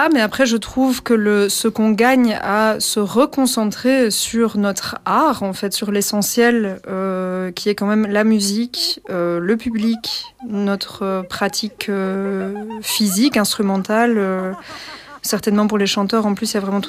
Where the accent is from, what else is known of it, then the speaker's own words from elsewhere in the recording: Brussels, Brussels-Capital Region, Belgium; je suis bruxelloise et chanteuse d'opéra.